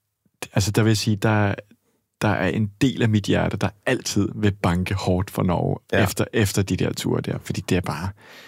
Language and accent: Danish; Australia; now in Denmark; Og det første, jeg gjorde, da jeg var kommet fra Australien til Danmark, det var at tænke, der er simpelthen ikke nok bjerg og klipper og hav og bølger og sådan noget.